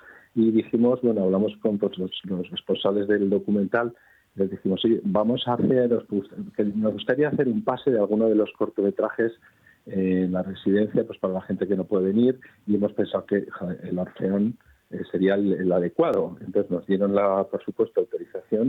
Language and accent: Spanish; Pamplona, Navarre, Spain; porque piensa que somos de aquí, de Pamplona, los pamplones